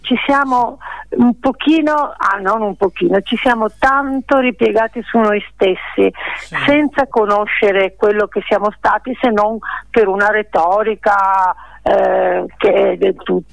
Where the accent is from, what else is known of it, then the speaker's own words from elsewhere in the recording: Venice, Veneto, Italy; moved away; also born or lived in Padua; presentandomi come veneziana, è stata una cosa importantissima che non mi rendevo conto quando vivevo da ragazza a Venezia, studiando poi all'università a Padova